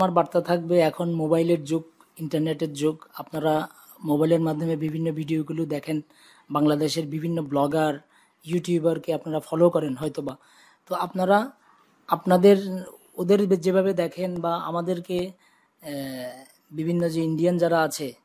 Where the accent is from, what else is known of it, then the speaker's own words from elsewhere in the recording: Ishanchandranagar, Tripura, India; এই আমাদের ত্রিপুরার ঈশানচন্দ্রনগর যে আমাদের গ্রামের যে স্কুল